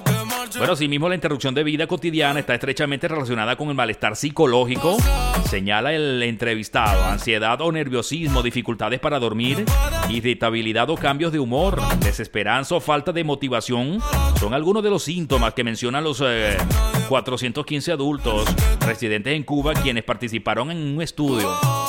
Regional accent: Venezuela; moved away as an adult; now in Spain; uno que viene de Venezuela, yo doy fe de que aunque no vivo en Cuba, viví en Venezuela y soy venezolano

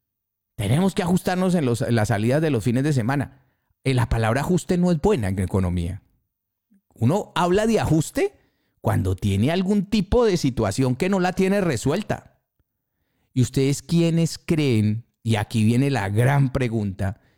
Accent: Colombia; moved away; Yo soy colombiano, joder. Y yo tengo ya mis años. Y yo he vivido en Colombia, evidentemente. Y cuando no he vivido en Colombia, he viajado a Colombia

